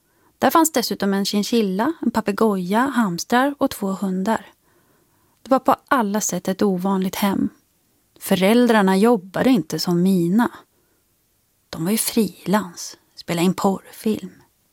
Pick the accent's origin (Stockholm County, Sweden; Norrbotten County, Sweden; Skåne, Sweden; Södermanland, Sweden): Södermanland, Sweden; Katrineholm; born there